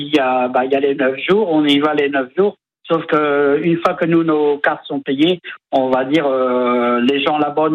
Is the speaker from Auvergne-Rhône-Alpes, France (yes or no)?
no; Craon, Pays de la Loire, France; now in L'Aubrière, France; moi je suis originaire de Cran